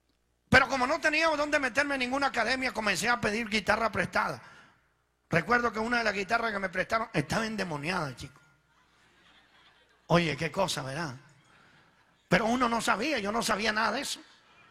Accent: Venezuela; moved away as an adult; also born or lived in Italy; now in Sacramento, United States; Yo nací en Italia, yo soy italiano. Llegué como a la edad de 7 años allá en Venezuela. Ahí nos criamos. Estuve viviendo allá en Venezuela como casi 37, 38 años, no sé cuánto.

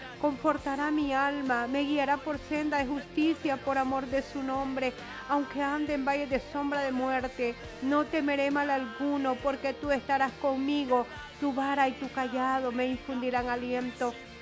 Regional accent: El Salvador; nuestro país, El Salvador

